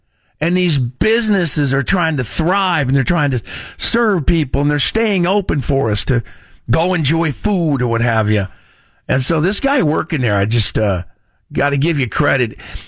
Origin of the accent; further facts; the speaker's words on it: Sacramento, California, United States; Heard about these guys in South Sac, my old hood. So I grew up in South Sac.